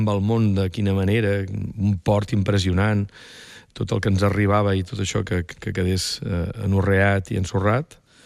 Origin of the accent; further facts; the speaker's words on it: Vilaseca, Catalonia, Spain; dibuixant de còmic del meu poble, de Vilaseca.